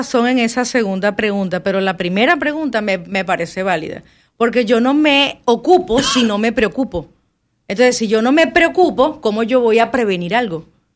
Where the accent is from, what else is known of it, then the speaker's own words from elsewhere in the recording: Venezuela; moved away as an adult; now in Panama; yo soy venezolana, tengo 11 años en Panamá, que amo a Panamá y próxima a nacionalizarme